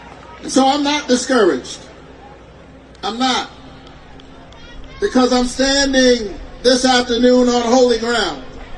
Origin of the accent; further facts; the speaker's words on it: Savannah, Georgia, United States; I grew up in Savannah